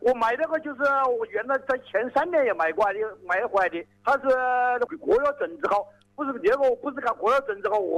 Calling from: Gong'an County, Hubei, China; 我是公安县的，我杨场镇洪生村90。

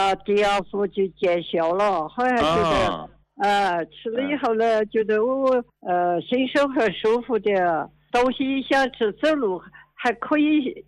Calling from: Yunnan, China; 我是云南的。

